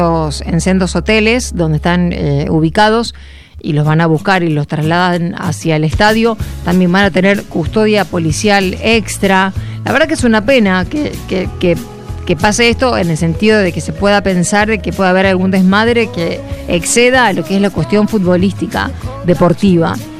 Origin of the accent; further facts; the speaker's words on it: Argentina; Hoy somos argentinos